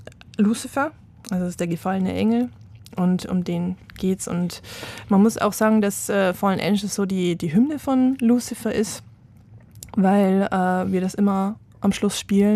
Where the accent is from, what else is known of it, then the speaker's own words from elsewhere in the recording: Abensberg, Bavaria, Germany; Also ich bin in der Punk-Szene aufgewachsen. Die Musikszene in Abensberg war mehr oder weniger Punk-Szene.